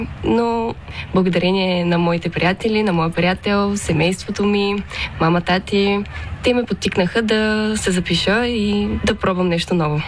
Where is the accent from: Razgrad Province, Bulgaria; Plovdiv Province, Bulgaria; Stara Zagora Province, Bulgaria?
Stara Zagora Province, Bulgaria; born there; Може би бих избрала Стара Загора, защото ще бъда най-близко до моите приятели, до моето семейство и до родния ми край, разбира се.